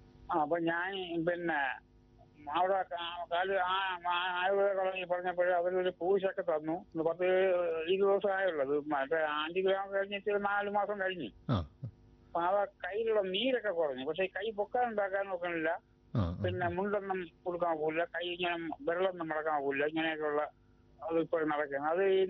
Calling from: Karnataka, India; ഞാൻ കർണാടകയിൽ നിന്നാണ്.

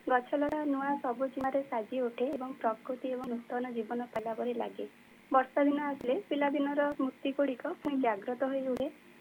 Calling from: Jagatsinghpur, Odisha, India; Hello ma'am, ପ୍ରଣାମ … ଜଗତସିଂହପୁରରୁ।

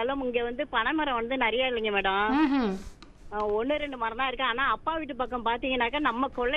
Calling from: Eravancheri, Tamil Nadu, India; Eravancheri

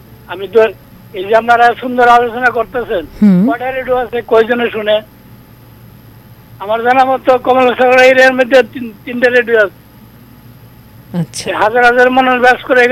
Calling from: Madhupur, Tripura, India; আমি মধুপুর থেকে

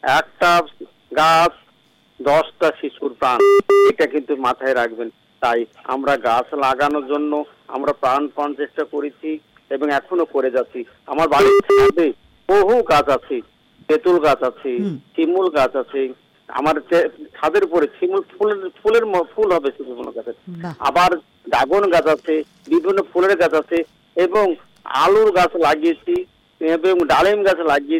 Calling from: Raninagar, West Bengal, India; আমি রানীনগর বাজার থেকে

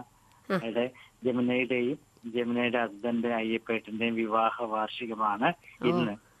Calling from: Kochi, Kerala, India; ഞാൻ എറണാകുളത്ത് നിന്നാണ് വിളിക്കുന്നത്.

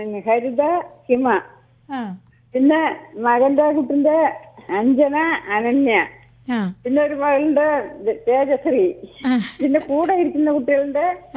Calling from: Puthanur, Kerala, India; പാലക്കാട് പുത്തനൂരാണ് സ്ഥലം.

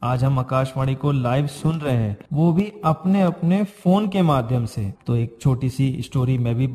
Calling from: Najibabad, Uttar Pradesh, India; मैंने उनको बताया कि मैं नजीबाबाद से आया हूँ।

